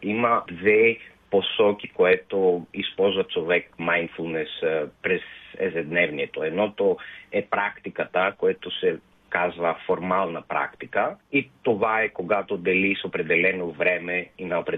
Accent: Athens, Attica, Greece; Bulgarian is a second language; moved away as an adult; now in Sofia, Bulgaria; Аз съм от Атина

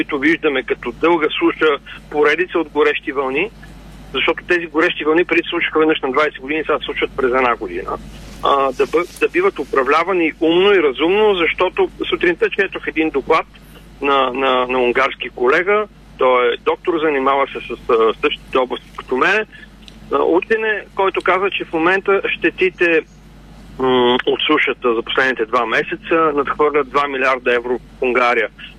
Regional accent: Northwest, Bulgaria; Казвам го, защото и аз съм от Северозапада, моите родители, и аз имам родини, които работят в Козлодуй

